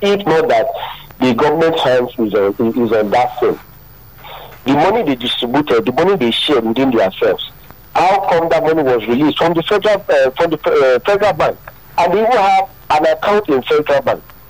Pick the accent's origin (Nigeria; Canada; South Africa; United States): Nigeria; Lagos; now in Port Harcourt, Nigeria; I'm calling from Port Harcourt, currently in Port Harcourt from Lagos.